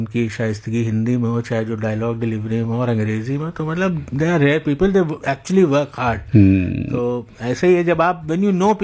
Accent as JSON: {"language": "Hindi", "town": "Lucknow", "region": "Uttar Pradesh", "country": "India"}